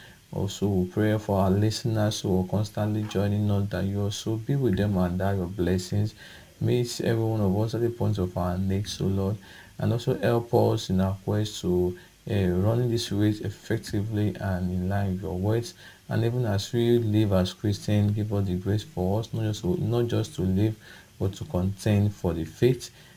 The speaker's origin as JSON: {"language": "English", "town": "Okada", "region": "Edo", "country": "Nigeria", "said": "from Okada Town, Edo State, Nigeria, and it's a pleasure to be here once again"}